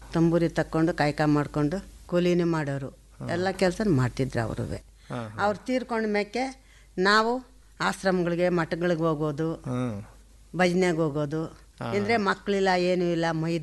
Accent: Gende Hosahalli, Karnataka, India; ಮಂಡ್ಯಕೊಪ್ಪಲ ಇತ್ತಲ್ಲ, ಅದರಿಂದ ಮುಂದಕ್ಕೆ ಬಂದು ರೋಡು ಗೆಂಡೆ ಹೊಸಳ್ಳಿ.

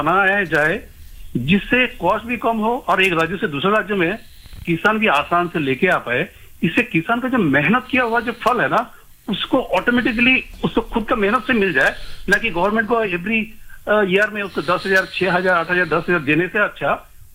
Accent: West Bengal, India; now in Thane, India; और मेरा native place है वेस्ट बंगाल जहाँ पे सिंगूर टाटा नैनो हुआ था।

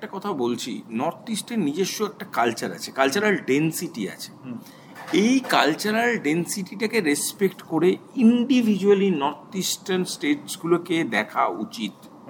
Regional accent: West Bengal, India; আমাদের পশ্চিমবাংলার মানুষজনের মতনই, তারাও ভারতীয়, আমরাও ভারতীয়।

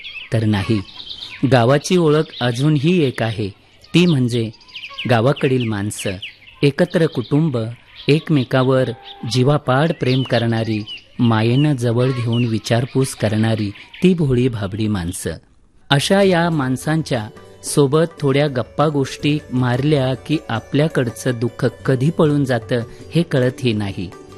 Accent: Dhavalgaon, Maharashtra, India; माझं गाव अहिल्यानगर जिल्ह्यातील श्रीगोंदा तालुक्यातलं ढवळगाव।

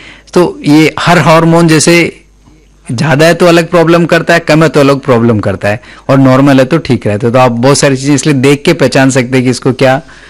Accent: Rajasthan, India; born or raised there

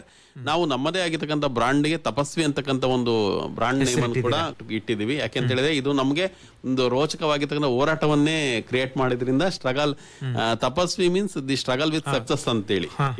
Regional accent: Davanagere district, Karnataka, India

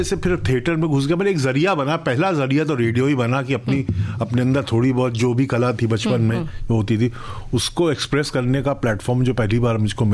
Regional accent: Allahabad, Uttar Pradesh, India; born there; मैं बहुत ज़्यादा खुशकिस्मत हूँ कि मैं उस शहर में पैदा हुआ

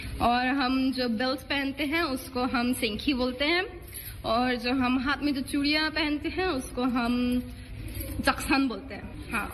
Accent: Meghalaya, India; मैं मेघालय से हूँ, गारो ट्राइब से।

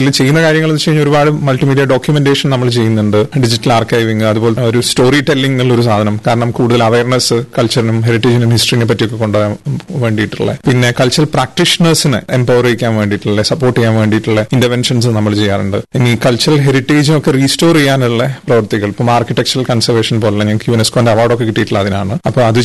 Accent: Kozhikode, Kerala, India; moved away as an adult; also born or lived in Delhi; ഞാൻ വരുന്നത് കോഴിക്കോട് നിന്നാണ്. നമ്മുടെ കൊളോണിയലിസ്റ്റിന്റെ ഹിസ്റ്ററി പറയുകയാണെങ്കിൽ അത് തുടങ്ങുന്ന ഒരു സ്ഥലമാണ് കോഴിക്കോട് എന്ന് പറയുന്നത്.

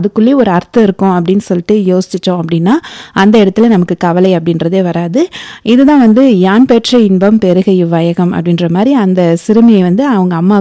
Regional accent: Dharmapuri, Tamil Nadu, India; நானும் தர்மபுரி தான்.

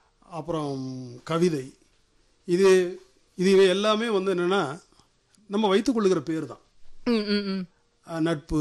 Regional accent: Palani, Tamil Nadu, India; also born or lived in Pollachi / Madurai; எனக்கு பழனி தெரியும், நான் என்னுடைய சொந்த ஊர் பழனி, பிறந்து வளர்ந்தது படித்தது எல்லாம் பணி நிமித்தமாக.

